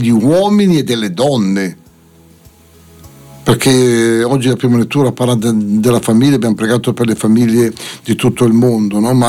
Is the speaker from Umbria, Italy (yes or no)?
no; Castelnuovo Bozzente, Lombardy, Italy; born there; also born or lived in Appiano Gentile; nel mio paesello piccolo, 600 abitanti, Castelnuovo Bozzente.